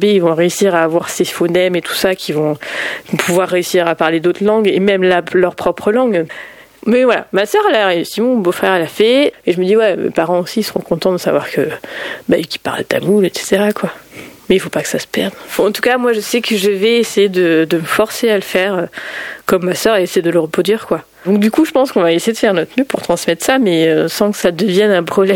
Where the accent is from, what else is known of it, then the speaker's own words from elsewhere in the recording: Auxerre, Bourgogne-Franche-Comté, France; now in Paris, France; Ouais, je suis née et j'ai grandi à Auxerre.